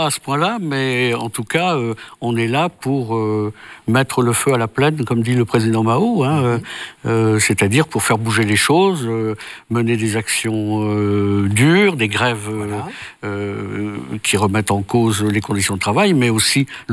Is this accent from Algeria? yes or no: no; Tourcoing, Hauts-de-France, France; born there; Dans le Nord, oui. Je suis né dans le Nord, je suis né à Tourcoing, dans un milieu modeste.